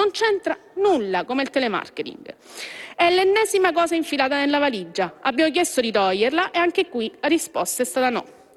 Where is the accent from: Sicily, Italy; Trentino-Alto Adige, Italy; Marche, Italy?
Sicily, Italy; Messina; Perché io vengo dalla Sicilia, vengo da Messina.